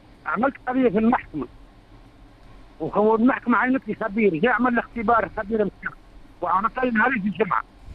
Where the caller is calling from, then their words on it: Nadhour, Zaghouan Governorate, Tunisia; من نظور زغوان